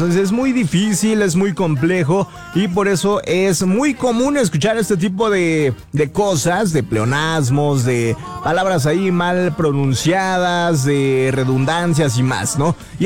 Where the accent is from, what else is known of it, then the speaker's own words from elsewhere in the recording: Mexico; nosotros como mexicanos o cualquier latino no tiene todavía dominado el 100% del idioma